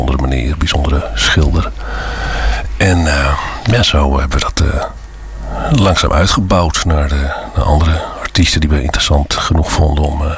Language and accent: Dutch; Heerenveen, Friesland, Netherlands; also born or lived in Hallem; now in Oude Leien, Netherlands; 57 jaar, geboren in Hallem, getogen in Heerenveen, woonachtig in Oude Leien, ja.